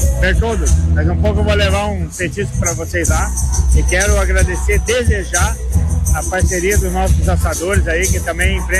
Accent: Balneário Camboriú, Santa Catarina, Brazil; born there; eu venho de uma família gaúcha. Meu pai e minha mãe são gaúchos, eu nasci em Balneário Camboriú.

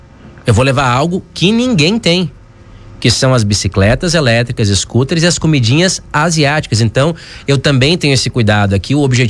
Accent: Porto Alegre, Rio Grande do Sul, Brazil; moved away as an adult; now in Farroupilha, Brazil; eu não sou natural de Farroupilha. Eu já falei sobre isso, não é novidade, eu sou gaúcho, eu sou de Porto Alegre, mas eu tô morando aqui em Farroupilha faz um ano.

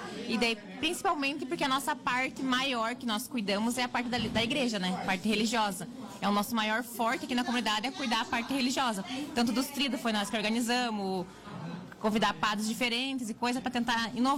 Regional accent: Bom Sossego, Brazil; porque eu não sou daqui, né? Eu vim do Bom Sossego, então a minha comunidade é outra.

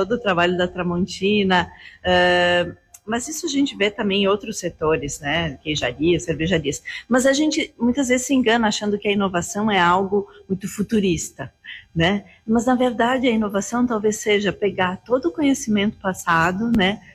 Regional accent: Rio Grande do Sul, Brazil; born there; moved away as an adult; also born or lived in Porto Alegre / Bento Gonçalves / Garibaldi; Eu quis voltar e justamente para contribuir com o desenvolvimento dessa região, né? Onde eu nasci

